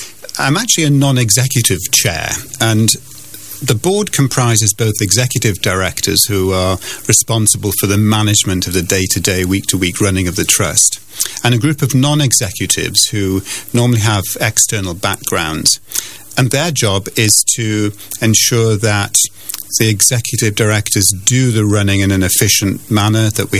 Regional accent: Newcastle upon Tyne, North East England, United Kingdom; born there; I was born in Newcastle upon Tyne, quite a long time ago now. … And my parents came to the UK at the end of the war

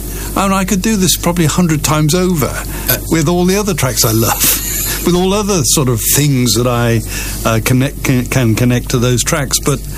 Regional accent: Ross-on-Wye, West Midlands, United Kingdom; but it might have been Ross-on-Wye. I don't know, because that was my hometown.

